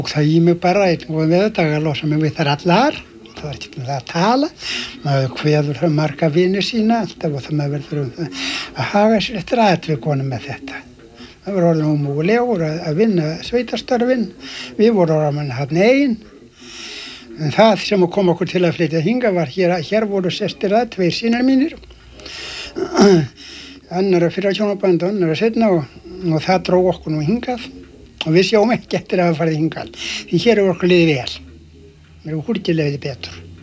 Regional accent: Meðalland, Southern Region, Iceland; now in Vestmannaeyjar, Iceland; Nei, ég var uppvaxtar án mín hörnustri í Meðalandi.

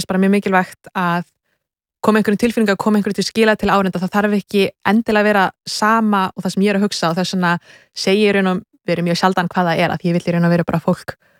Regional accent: Kollafjörður, Capital Region, Iceland; now in Germany; Sko, náttúrulega, í Kollafirði eru fá hús, þannig að ég var náttúrulega mjög mikið út að leika sem barn og náttúrulega mjög mikið náttúra.

